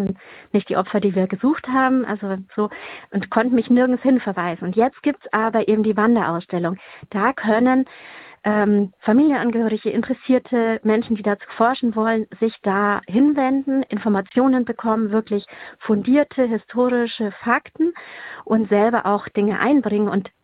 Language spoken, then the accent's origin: German; Bavaria, Germany; ich bin ja aus Bayern, mein Uropa war eben KZ Dachau